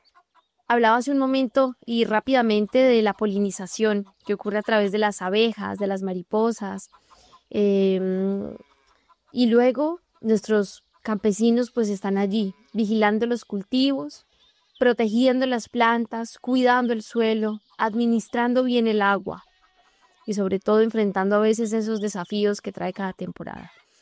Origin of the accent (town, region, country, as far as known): Colombia